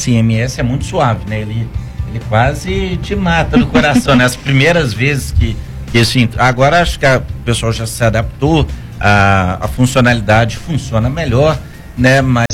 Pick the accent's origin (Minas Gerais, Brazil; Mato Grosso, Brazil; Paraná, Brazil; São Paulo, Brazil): Minas Gerais, Brazil; Ouro Preto; Eu sou de Ouro Preto